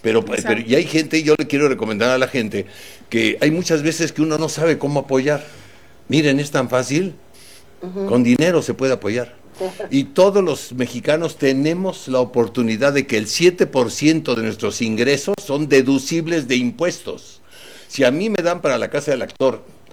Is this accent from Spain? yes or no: no; Mexico City, Mexico; born there; Yo nací en la Lagunilla, por eso lo menciono.